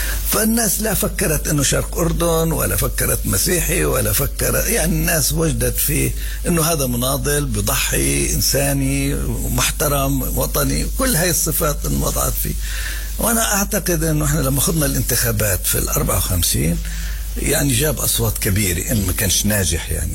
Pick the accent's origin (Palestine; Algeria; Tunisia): Palestine; Jerusalem; أنا من القدس